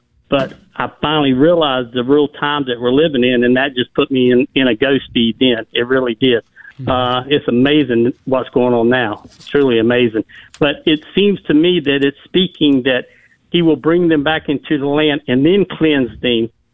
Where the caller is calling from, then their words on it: Wilmington, North Carolina, United States; I'm down here on the coast in Wilmington.